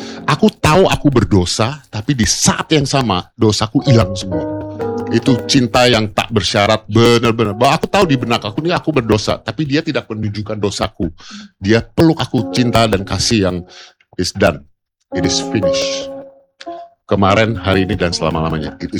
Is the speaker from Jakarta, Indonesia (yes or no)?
yes; Jakarta, Indonesia; Aku tuh gede di keluarga tanpa ibu. Saya gede di Mangga Besar, saya ngalamin 98